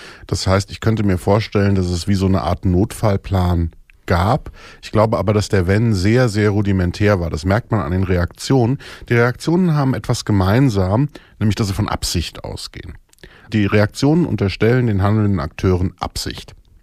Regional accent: Thuringia, Germany

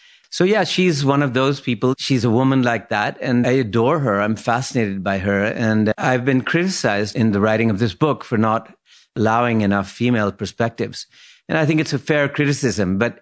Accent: Lahore, Punjab, Pakistan; English is a second language; I was brought up in Lahore, and we had these, you know, wonderful old, you know, they're called servants, I guess.

